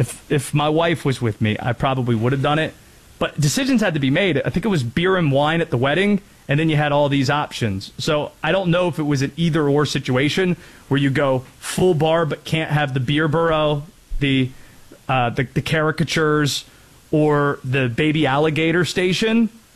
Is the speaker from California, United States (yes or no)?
no; North Carolina, United States; I'm from North Carolina, and we've got people do Southern accents with us too.